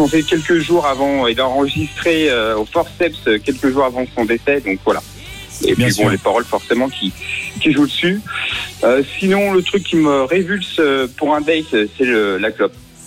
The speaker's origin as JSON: {"language": "French", "region": "Auvergne-Rhône-Alpes", "country": "France", "said": "je suis de Haute-Savoie, donc tu vois, c'est juste à côté."}